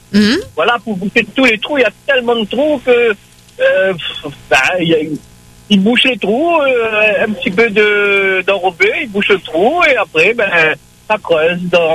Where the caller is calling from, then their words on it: Saint-Denis, Réunion; Voilà, j'habite au Brûlé, rue Général de Gaulle.